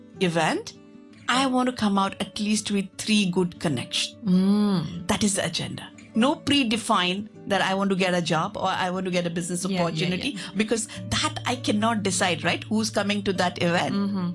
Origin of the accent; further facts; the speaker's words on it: India; moved away as an adult; now in Hong Kong; being an Indian